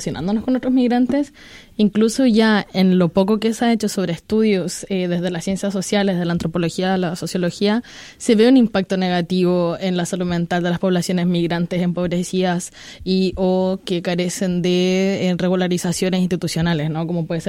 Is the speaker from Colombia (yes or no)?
no; Chile; moved away; Ya hace 8 años que me fui de mi país, de Chile.